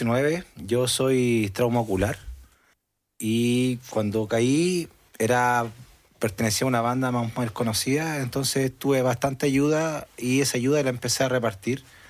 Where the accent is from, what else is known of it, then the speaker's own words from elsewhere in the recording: Chile; Venimos de Chile